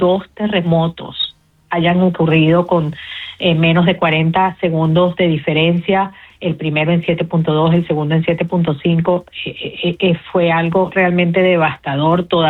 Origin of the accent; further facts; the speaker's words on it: Venezuela; moved away; mi mamá vive en Caracas, mi hermana vive en Caracas. Yo estoy viviendo esto no solamente como activista, sino como venezolana directamente afectada por mi familia.